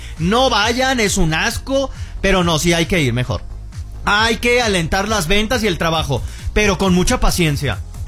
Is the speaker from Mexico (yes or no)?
yes; Mexico; Oye, si te lanzas por confeti, cosas bien random, así somos los mexicanos.